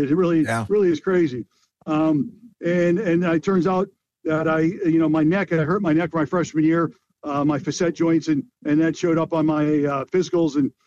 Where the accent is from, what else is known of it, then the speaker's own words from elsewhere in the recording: Chicago, Illinois, United States; I really didn't know much about, the Eagles growing up in Chicago, NFC Central. I was growing up as a Bears fan.